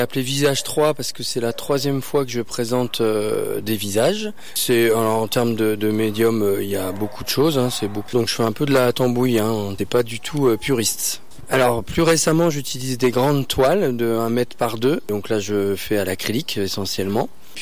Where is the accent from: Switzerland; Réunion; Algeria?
Réunion; J'ai grandi à La Réunion.